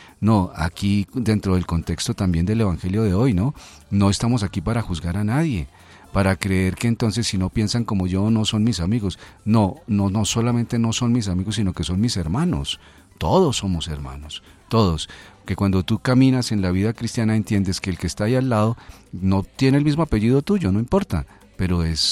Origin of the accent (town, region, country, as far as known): Colombia